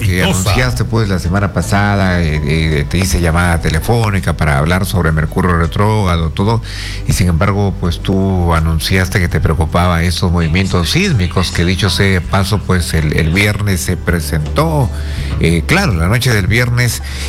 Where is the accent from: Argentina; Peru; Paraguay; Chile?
Peru; northern Peru; del norte del Perú, mi tierra